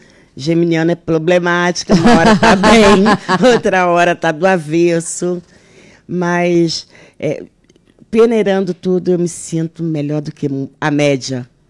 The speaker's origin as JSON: {"language": "Portuguese", "town": "Barra de São João", "region": "Rio de Janeiro", "country": "Brazil", "tie": "born there", "said": "Barra de São João, onde eu nascia."}